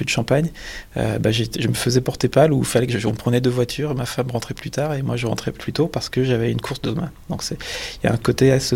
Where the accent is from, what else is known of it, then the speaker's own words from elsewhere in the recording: Bourgogne-Franche-Comté, France; j'ai 49 ans. Je viens de Franche-Comté, entre Vesoul et Épinal. Donc c'est dans les contreforts des Vosges, d'une zone un peu montagneuse.